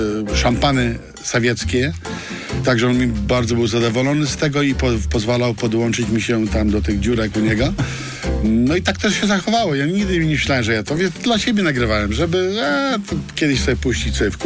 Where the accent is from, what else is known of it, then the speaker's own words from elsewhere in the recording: Wrocław, Lower Silesian Voivodeship, Poland; bo jestem rodowity wrocławianin.